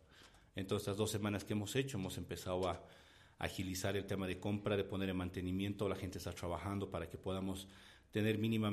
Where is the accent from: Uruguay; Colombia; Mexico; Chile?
Mexico; San Luis Potosí; somos potosinos que generamos en este municipio